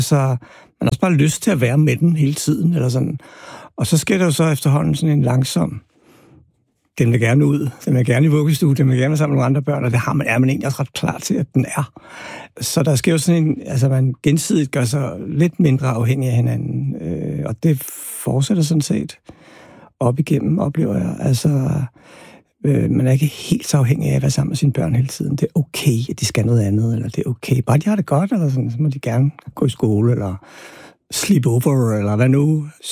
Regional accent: Albertslund, Capital Region of Denmark, Denmark; jeg er vokset op i Albertslund på Villavej, og det, der hedder Soveby.

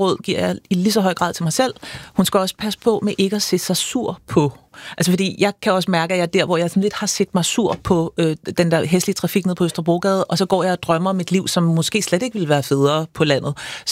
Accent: Copenhagen, Capital Region of Denmark, Denmark; Og det vilde er, at jeg bor 200 meter fra mit barndomshjem. Altså, så jeg bor nu inde i Indre København, hvor jeg er vokset op. Så jeg er inkarneret bymenneske

